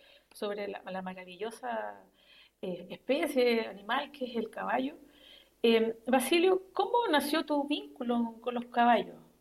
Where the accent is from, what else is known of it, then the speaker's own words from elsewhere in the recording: Talagante, Santiago Metropolitan Region, Chile; yo soy talagantina, nací y criada en Talagante.